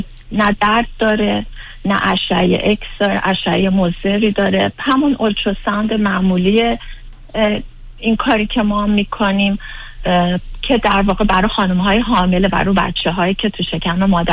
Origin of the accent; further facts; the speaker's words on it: Iran; moved away; خودم ایرانی هستم